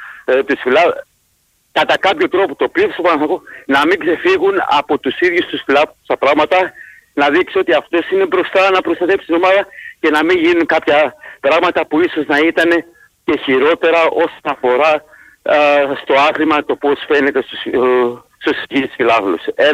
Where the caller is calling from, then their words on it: Stuttgart, Baden-Württemberg, Germany; Ένα τελευταίο από Στουγκάρδη.